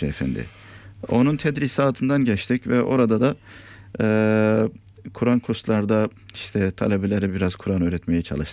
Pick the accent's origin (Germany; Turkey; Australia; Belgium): Australia; Heidelberg, Victoria; also born or lived in Brunswick; Heidelberg'de. Preston Hastanesi'nde doğdum. Heidelberg'de oturduk ilk yıllarımızda. Sonra bir süre Brunswick'te oturduktan sonra ilkokulu orada başlamıştım.